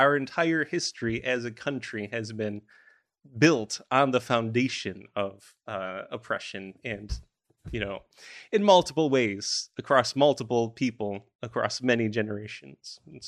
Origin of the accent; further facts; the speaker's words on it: New York, United States; but in my home state of New York, the Phragmites are another invasive species